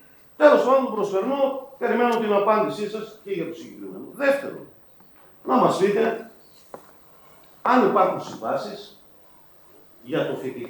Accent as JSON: {"language": "Greek", "town": "Mitrousi", "region": "Central Macedonia", "country": "Greece"}